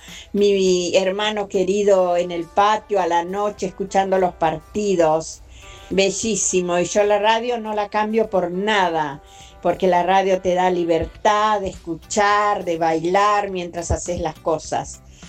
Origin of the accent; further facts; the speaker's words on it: Santiago del Estero, Argentina; now in Floresta, Buenos Aires, Argentina; Soy de Santiago del Estero, mis padres vivían en el campo, vivíamos en el campo